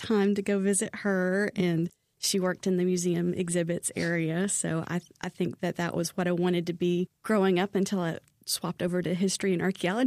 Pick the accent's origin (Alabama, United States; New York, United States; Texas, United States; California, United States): Alabama, United States; Elkmont; Because I'm from Limestone County. I'm from Elkmont originally.